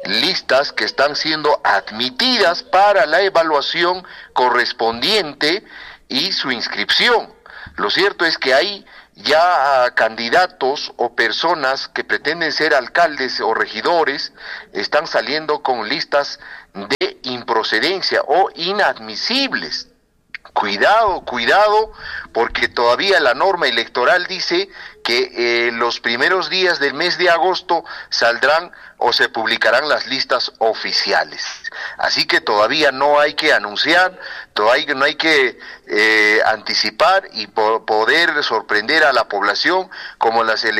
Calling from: Paucartambo Province, Cusco, Peru; Sí, pues me encuentro acá en la provincia de Paucartambo.

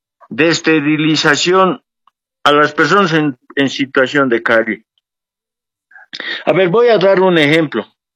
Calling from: La Paz, Bolivia

